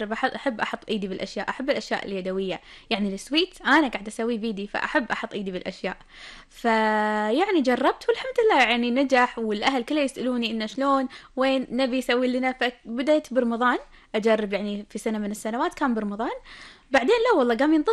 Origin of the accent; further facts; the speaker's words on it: Kuwait; فأنا أكيد أتشرف بالظهور على تلفزيون بلدي الكويت